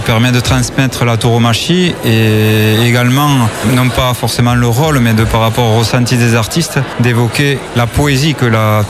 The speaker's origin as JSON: {"language": "French", "town": "Vic-Fezensac", "region": "Occitanie", "country": "France", "tie": "born or raised there", "moved": "as an adult", "lives_now": "Hossegor, France", "said": "je suis originaire de Vic-Fezensac et j'habite à Haussegor, ça fait une trentaine d'années."}